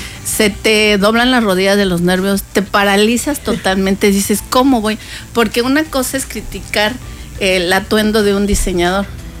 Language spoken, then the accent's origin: Spanish; Mexico; nosotros como mexicanas